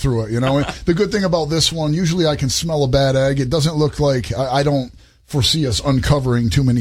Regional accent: Flint, Michigan, United States; now in Knoxville, United States; Yeah, so I'm from Flint, Michigan originally.

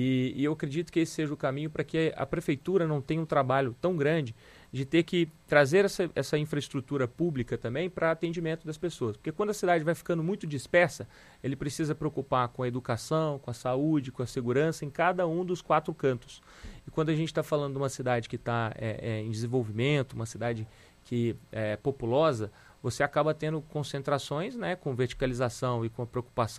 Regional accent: Minas Gerais, Brazil; accent: mineiro; now in Joinville, Brazil; o meu sotaque ele não nega as minhas raízes, né, que são raízes mineiras. Mas eu sou um mineiro joinvilense, um mineiro catarinense.

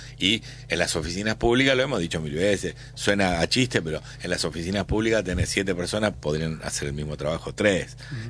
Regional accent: Argentina; Pero lo que voy es, ¿qué preferimos como argentinos?

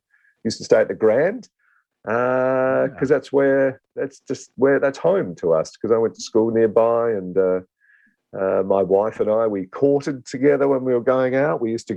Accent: South Australia, Australia; moved away as an adult; now in Melbourne, Australia; I didn't leave South Australia for Melbourne until I was 30, so I am happily going to claim that I'm South Australian.

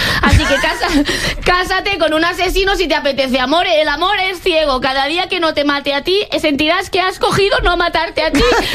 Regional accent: Andalusia, Spain; Aquí sí, sí que soy andaluza.

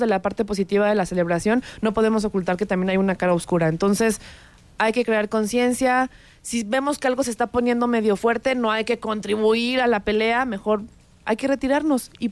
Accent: Mexico

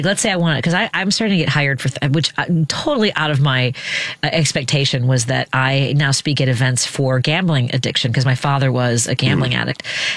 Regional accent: Chicago, Illinois, United States; When I was growing up in Norwood Park, I played for 5 years at Norwood Park as the only girl on my team.

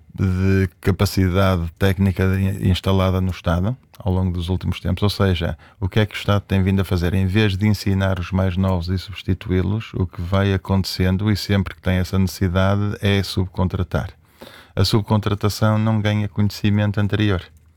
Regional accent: Braga, Portugal; E apostei nesta década, precisamente, porque eu sou de Braga e o elevador.

